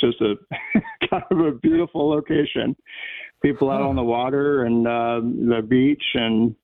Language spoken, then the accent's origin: English; San Jose, California, United States; now in Georgia, United States; Silicon Valley area, near San Jose.